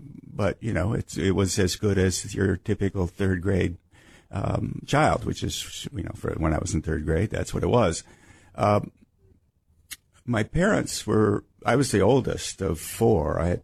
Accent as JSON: {"language": "English", "country": "United States", "also_born_or_lived": "Japan", "said": "It's different because I'm an American, and this is a very small city in the early 1960s. So the principal other foreigners into the city were my sisters."}